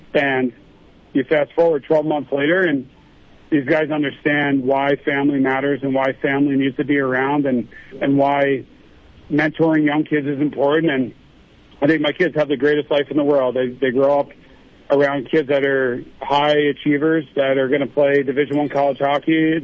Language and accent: English; East Coast, United States; And, again, I'm from the East Coast